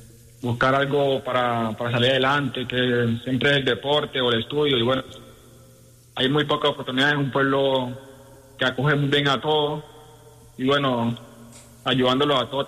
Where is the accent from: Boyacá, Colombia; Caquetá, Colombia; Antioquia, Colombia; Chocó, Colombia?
Chocó, Colombia; Riosucio; born there; Yo nací en el Chocó, Río Sucio Chocó, nací yo.